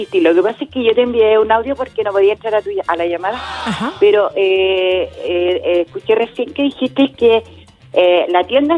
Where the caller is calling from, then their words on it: Chile; Soy chilena, pero chilena, ¿cachai?